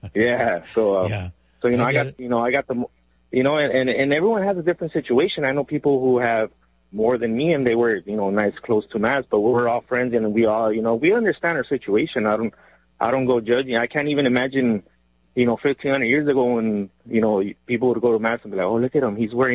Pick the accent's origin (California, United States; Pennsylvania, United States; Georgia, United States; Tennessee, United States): California, United States; Los Angeles; also born or lived in Mexico; So I grew up in Los Angeles, but I'm originally from Mexico, and we grew up here without money.